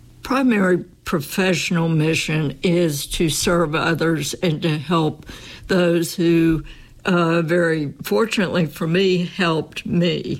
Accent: Bluefield, West Virginia, United States; moved away as an adult; also born or lived in Atlanta, Georgia; now in Athens, United States; I grew up in Blueville, West Virginia, went to Blueville High School, went on to West Virginia University, and certainly am a loyal Mountaineer of the WVU teams.

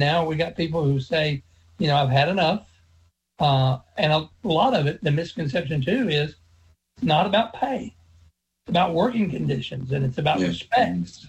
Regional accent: Floyd County, Virginia, United States; when I grew up in Floyd County

